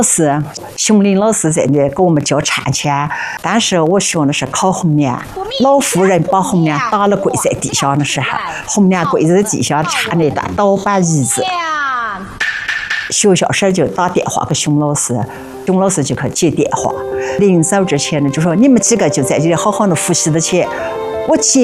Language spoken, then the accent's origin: Chinese; Yunnan, China; born there